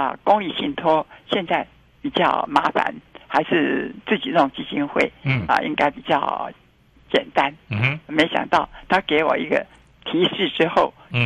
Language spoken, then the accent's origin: Chinese; Taipei, Taiwan; 我不是在小时候住在这个菜市场、建成市场的时候常听到的街道，叫做赤峰街。